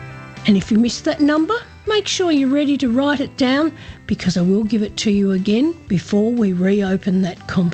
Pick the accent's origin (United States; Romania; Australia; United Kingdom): Australia; Horsham, Victoria; I'm broadcasting from my hometown of Horsham in Western Victoria.